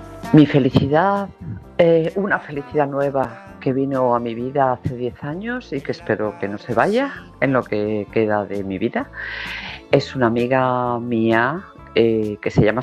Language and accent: Spanish; Cantabria, Spain; now in Seville, Spain; Soy Cántabra en Sevill